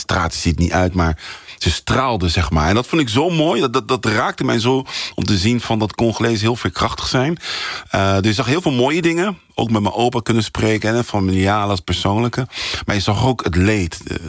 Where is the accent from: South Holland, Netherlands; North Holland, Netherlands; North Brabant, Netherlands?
South Holland, Netherlands; The Hague; accent: Haags; Ik ben zelf in Den Haag geboren. Ik heb een klein Haags accent. Ik hoop dat je het niet te veel hoort. Sorry voor de luisteraars. Maar mijn ouders komen oorspronkelijk en mijn roots zitten in Congo. En ik ben inmiddels wat ouder, 38 jaar. Ik was nooit in Congo